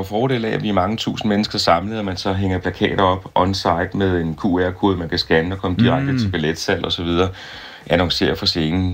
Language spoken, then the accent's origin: Danish; Næstved, Zealand, Denmark; i min hjemby